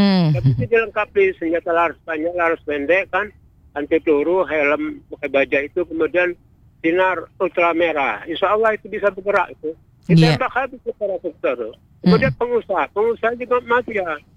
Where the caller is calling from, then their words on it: Indonesia; kita orang asli Indonesia